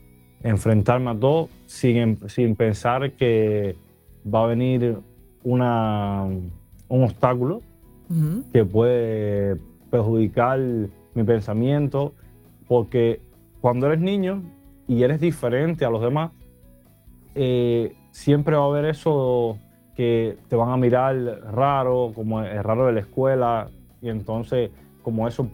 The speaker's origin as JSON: {"language": "Spanish", "region": "Villa Clara", "country": "Cuba", "tie": "born or raised there", "moved": "yes", "said": "Soy natural de Cuba, nacido en Sahualarán de Villa Clara y tengo 30 años."}